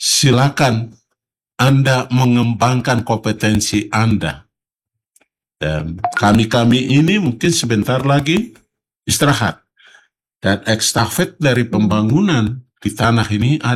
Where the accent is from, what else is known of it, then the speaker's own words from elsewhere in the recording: Papua, Indonesia; sebagai anak Papua